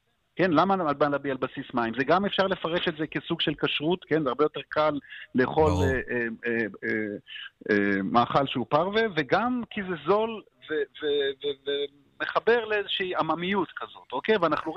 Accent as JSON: {"language": "Hebrew", "town": "Jaffa", "region": "Tel Aviv District", "country": "Israel", "tie": "born or raised there", "said": "אני זוכר בתור ילד ביפו"}